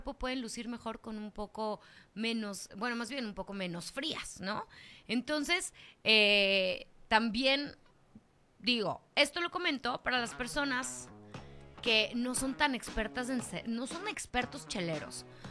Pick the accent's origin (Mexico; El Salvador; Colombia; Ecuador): Mexico; algo que disfrutamos mucho como buenos mexicanos, y más en calorcito